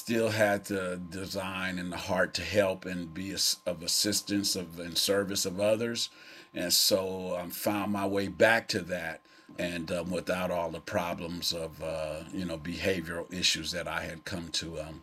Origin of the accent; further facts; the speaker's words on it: Oakland, California, United States; I grew up in Oakland, from the streets of Oakland, started, you know, just personally, not proud of it, but getting into trouble at an early age